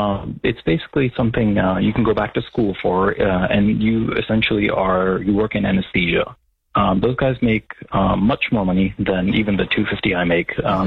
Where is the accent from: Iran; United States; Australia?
United States; Florida; moved away as an adult; So luckily, on the West Coast, I'm from Florida, and we make crap money there.